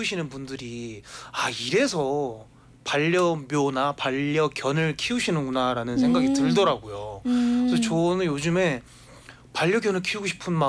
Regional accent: Busan, South Korea; 제가 고향이 부산이에요.

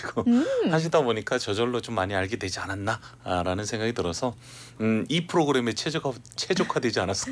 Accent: Gangwon, South Korea; born there; 제가 원래 강원도에서 태어났고 지금 생활하는 곳도 이제 강원도이기 때문에 강원도 어느 곳은 제가 다 알려드릴 수 있을 것 같고요.

